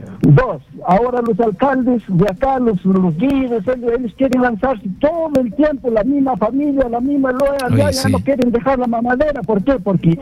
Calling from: Lima, Peru; Te hablo de Villa El Salvador.

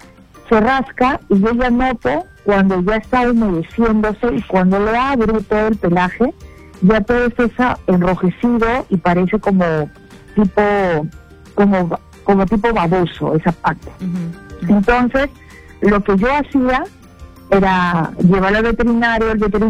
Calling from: Lima, Peru; estoy llamando desde Los Olivos.

